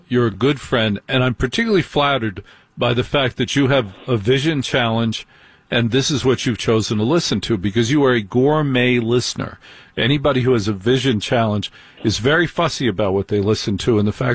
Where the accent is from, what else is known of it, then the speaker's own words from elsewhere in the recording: New Jersey, United States; I grew up in New Jersey.